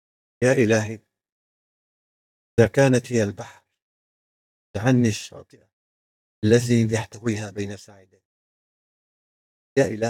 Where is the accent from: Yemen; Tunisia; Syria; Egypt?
Syria; انا كسوري